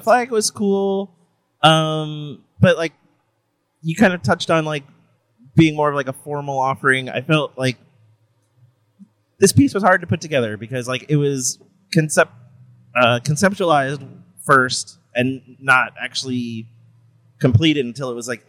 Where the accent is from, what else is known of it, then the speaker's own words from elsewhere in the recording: Miami, Florida, United States; I went to grad school in Los Angeles and would, like, introduce myself and say, hey, I'm from Miami.